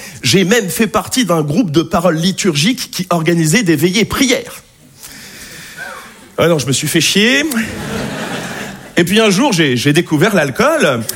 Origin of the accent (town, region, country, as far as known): Nouvelle-Aquitaine, France